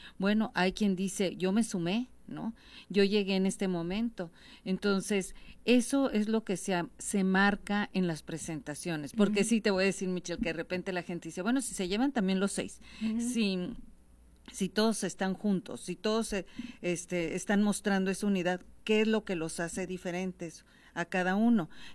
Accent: Hermosillo, Sonora, Mexico; Nací en Hermosillo, fui presidenta municipal, estudié aquí, he sido diputada local aquí.

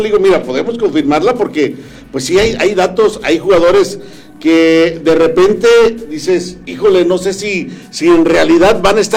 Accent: Paso de Arena, Guerrero, Mexico; Pero su pueblo se llama San Fernando Guerrero, adelantito de mi pueblo de Paso de Arena.

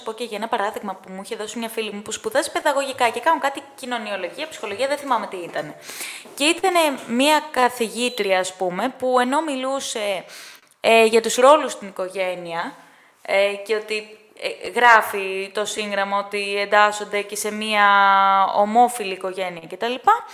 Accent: Greece; ούτε εμείς είμαστε Έλληνες Έλληνες, είμαστε τουρκόσποροι.

